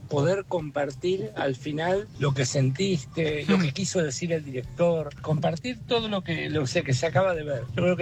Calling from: Buenos Aires, Argentina; de Barracas.

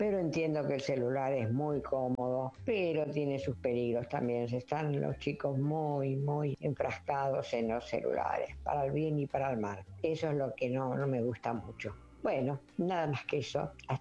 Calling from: Tigre, Buenos Aires Province, Argentina; de Tigre.

